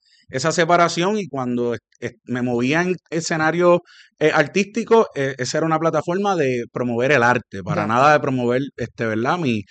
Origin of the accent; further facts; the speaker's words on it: Dorado, Puerto Rico; Sabes que soy natural de Residencial Público. Y entonces, yo cuando incursiono al servicio público, ya llevaba 16 años como líder recreativo desarrollando actividades deportivas y recreativas en Dorado.